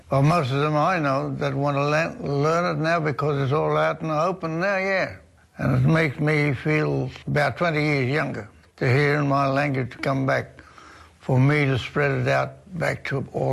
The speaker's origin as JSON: {"language": "English", "region": "Western Australia", "country": "Australia", "said": "my country's Upper Gascoyne on the Lions River."}